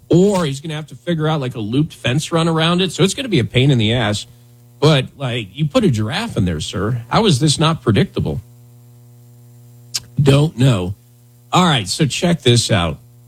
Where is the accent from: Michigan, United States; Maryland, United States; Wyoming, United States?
Wyoming, United States; where I grew up in Wyoming